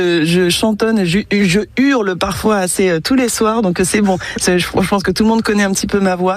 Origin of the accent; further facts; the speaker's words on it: Bourgogne-Franche-Comté, France; born there; je viens du sud de la France, je suis née en Bourgogne